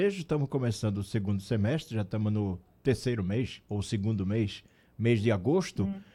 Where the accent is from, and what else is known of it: Pernambuco, Brazil